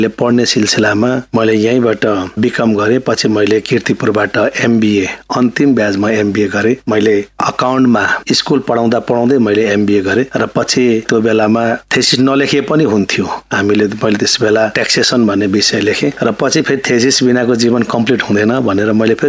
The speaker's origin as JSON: {"language": "Nepali", "area": "Taplejung", "region": "Koshi Province", "country": "Nepal", "tie": "born or raised there", "also_born_or_lived": "Ilam", "moved": "as an adult", "lives_now": "Lalitpur, Nepal", "said": "म ताप्लेजुङको पनि असाध्यै दुर्गम गाउँ फ्रुम्बु भन्छौँ, यो झनै झनै 2-3 कोस बजारबाट टाढा पर्छ। र मेरो गाउँमा चाहिँ मावि स्कुल थिएन, म पढ्दाखेरि 7 कक्षासम्मको विद्यालय थियो।"}